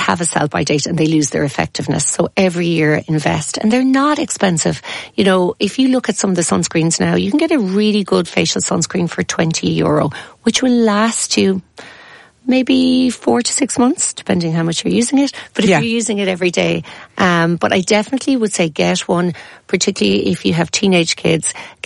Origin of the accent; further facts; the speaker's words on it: Ireland; we're fair, we're Irish.